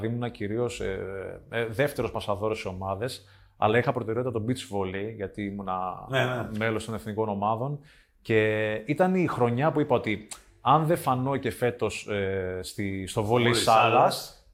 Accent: Ierapetra, Crete, Greece; born there; Ναι, από εκεί έφυγα και πήρα την πρώτη μου μεταγραφή και ξεκίνησα την επαγγελματική μου καριέρα.

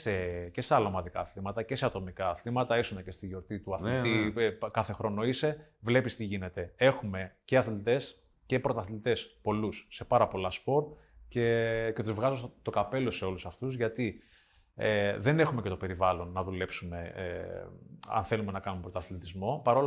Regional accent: Greece; είμαι προφανώς αντίθετος ως Έλληνας

